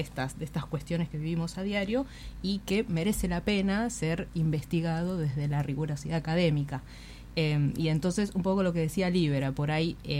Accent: Tierra del Fuego, Argentina; born there; yo nací acá

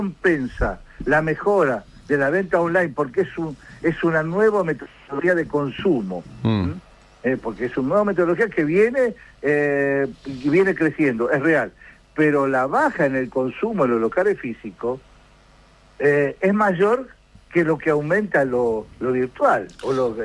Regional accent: Rosario, Santa Fe, Argentina

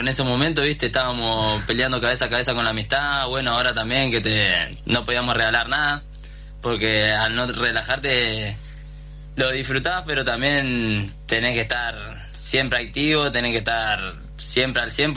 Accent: Pablo Podestá, Buenos Aires Province, Argentina; now in Villa Regina, Argentina; Sí, yo soy de Buenos Aires. Yo soy de allá del lado 3 de febrero, lado provincia. Soy de Pablo Podestá.

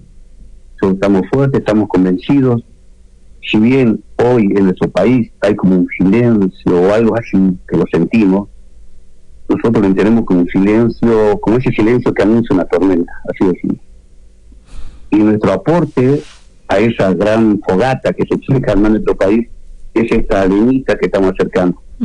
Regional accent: Jujuy, Argentina

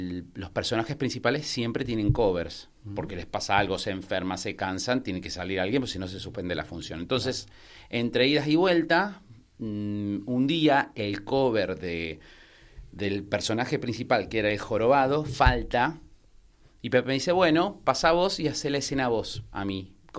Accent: Córdoba, Argentina; Soy cordobés.

